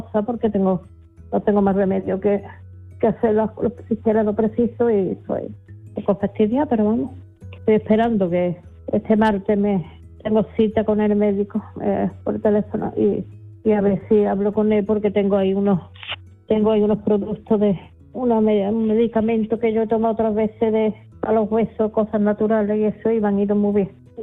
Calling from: Seville, Andalusia, Spain; de Sevilla.

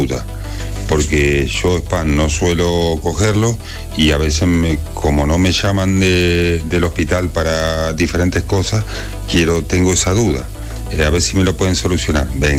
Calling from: Málaga, Andalusia, Spain; Yo vivo en Málaga

